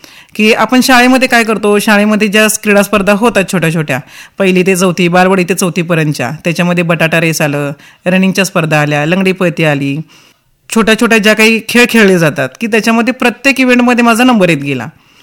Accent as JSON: {"language": "Marathi", "town": "Ichalkaranji", "region": "Maharashtra", "country": "India", "tie": "born or raised there", "moved": "as an adult", "lives_now": "Sangli, India", "said": "मी सध्या सांगली या ठिकाणी राहते. माझ्या खेळाची सुरुवात ही इचलकरंजी शहरामध्ये झालेली आहे. माझं माहेर आहे ते इचलकरंजी."}